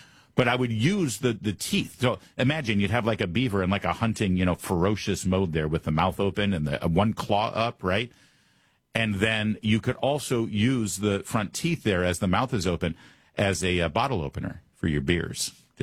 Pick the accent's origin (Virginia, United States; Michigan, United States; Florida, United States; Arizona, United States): Michigan, United States; now in Maryland, United States; we had beavers growing up in Michigan a bit